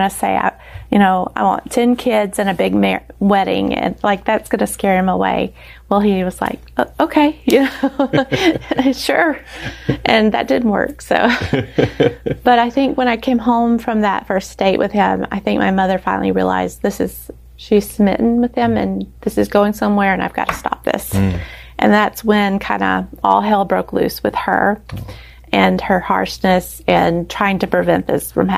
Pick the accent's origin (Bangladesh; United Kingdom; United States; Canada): United States; Alabama; also born or lived in Louisiana; my whole family's from Louisiana, but my dad had been transferred when my brothers were young, and we lived a total of 16 years in Alabama where I was born. When we moved back to Louisiana